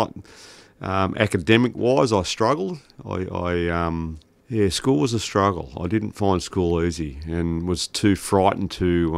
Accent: Melbourne, Victoria, Australia; I grew up around the Bulleen, Doncaster, Templestowe area. Probably middle class.

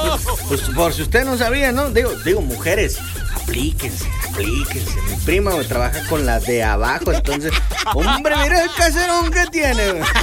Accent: Mexico; que no se note que soy mexicano

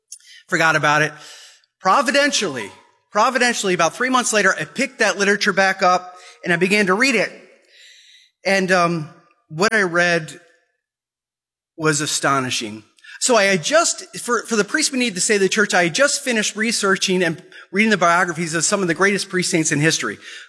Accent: Ireland; I'm a storyteller. I'm Irish. I'm an old sports writer.

